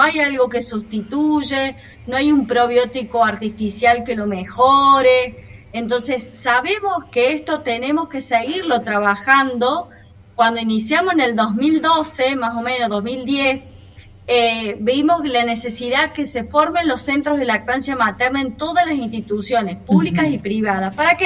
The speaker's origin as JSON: {"language": "Spanish", "region": "Córdoba", "country": "Argentina", "tie": "born or raised there", "moved": "as an adult", "lives_now": "Neuquén, Argentina", "said": "nací en Córdoba"}